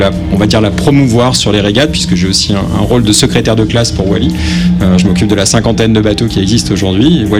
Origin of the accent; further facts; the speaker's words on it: Nice, Provence-Alpes-Côte d'Azur, France; born there; Moi j'ai 10 ans, j'habite à Nice